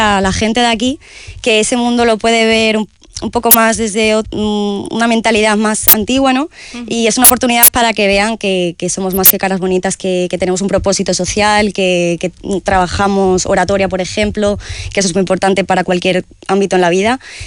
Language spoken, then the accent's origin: Spanish; Don Benito, Extremadura, Spain; Yo soy de Don Benito, pero Medellín, Don Benito está al lado prácticamente.